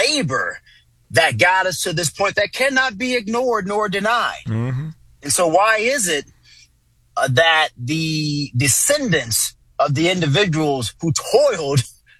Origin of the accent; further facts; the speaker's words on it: the South, United States; You know, I grew up in the South.